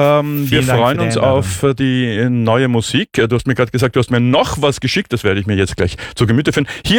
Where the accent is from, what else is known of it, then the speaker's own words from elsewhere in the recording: Vienna, Austria; Als Wiener natürlich immer eine Weltreise.